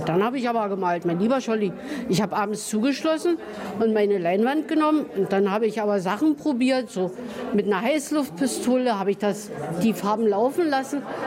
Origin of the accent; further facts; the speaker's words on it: Ortrand, Brandenburg, Germany; born there; Ich bin in Ortrand geboren, das ist hart an der Grenze zum Sächsischen. Und ich wurde adoptiert sozusagen von den Sorben und Wenden.